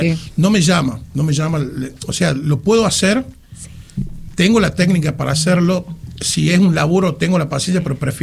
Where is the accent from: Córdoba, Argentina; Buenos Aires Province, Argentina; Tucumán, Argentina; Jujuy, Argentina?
Tucumán, Argentina; moved away; me dedico mucho a la gastronomía del norte, de Tucumán, de donde yo vengo